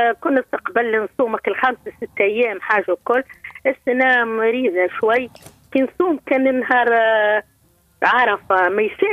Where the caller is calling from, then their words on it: El Hamma du Jérid, Tozeur Governorate, Tunisia; انا اصلي من الحام.